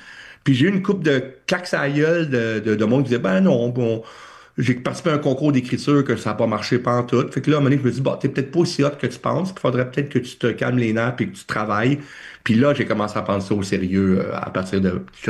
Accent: Drummondville, Quebec, Canada; moved away as an adult; Je suis à Drummondville jusqu'à l'université, en fait, donc jusqu'à peu près 19 ans. Dans ce coin-là. Puis j'y retourne encore assez souvent parce que mes parents habitent là, ma sœur habite là. Dans tous mes romans, je parle de Drummondville parce que oui, c'est une façon de rendre hommage à ma ville natale.

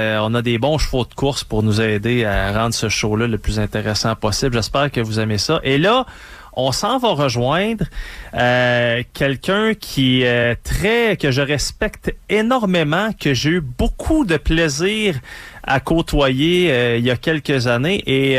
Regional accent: Rouyn-Noranda, Quebec, Canada; Moi, je viens de Rouyn-Noranda, donc pas loin de Palmarol.

